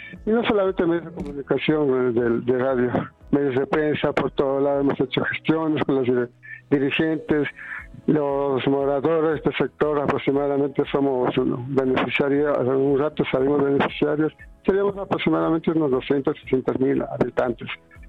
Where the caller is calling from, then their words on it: Quito, Pichincha, Ecuador; somos parte de Quito